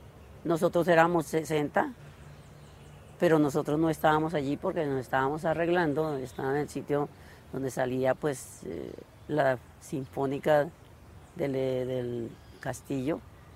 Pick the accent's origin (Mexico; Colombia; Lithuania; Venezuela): Colombia; Caribbean coast; nosotros los colombianos tenemos ese sentido de pertenencia que nos encontramos, así sea como se dicen allá, decimos nosotros en la costa los cachacos, pero todos somos colombianos.